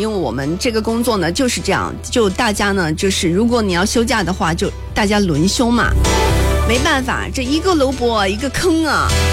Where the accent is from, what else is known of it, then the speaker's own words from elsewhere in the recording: Guangdong, China; 不是因为我不是广东的，我就是广东的